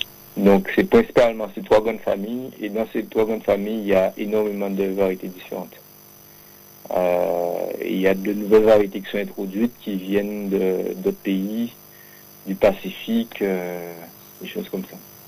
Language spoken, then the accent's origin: French; Les Abymes, Guadeloupe; Et moi, en fait, je suis originaire des Grands Fonds, Grands Fonds des Abîmes.